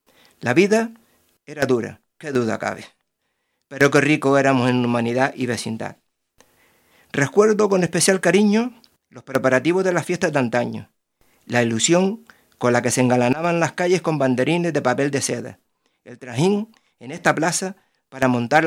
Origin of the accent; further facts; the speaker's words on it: Teror, Canary Islands, Spain; moved away; Siempre que me preguntan de dónde soy, digo que del Palmar de Terror, como no puede ser de otro modo, aunque algunos se empeñen reiteradamente en llamarme chicharrero. Hoy vengo a hablarles desde la emoción de quien nunca ha dejado de pertenecer a este barrio